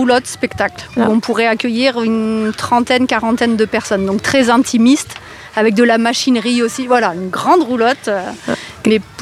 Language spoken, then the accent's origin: French; Nouvelle-Aquitaine, France; Nous, on vient de Creuse, donc on est loin de chez vous.